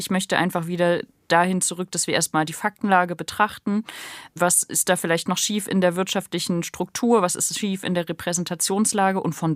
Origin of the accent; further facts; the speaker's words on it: Rostock, Mecklenburg-Vorpommern, Germany; ich bin im Plattenbau in Rostock-Schmal groß geworden. Das ist, ich beschreibe es im Buch, eine Großwohnsiedlung, eine Neubausiedlung in Rostock, die früher und auch heute noch relativ geschichtsvergessen Ghetto genannt wird.